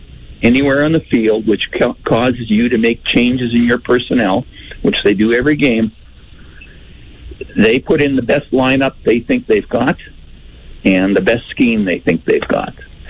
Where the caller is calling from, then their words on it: Edmonton, Alberta, Canada; I'm from Edmonton. I've lived here for 57 years